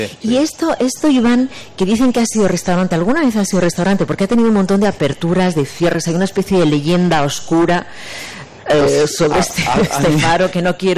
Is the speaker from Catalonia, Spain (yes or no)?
no; Madrid, Community of Madrid, Spain; born there; los que somos nacidos en Madrid, sí, que hemos pasado mil veces por aquí